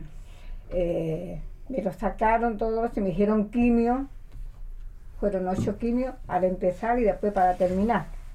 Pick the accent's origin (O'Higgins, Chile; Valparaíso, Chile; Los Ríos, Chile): Valparaíso, Chile; moved away; Vengo de soy chilena.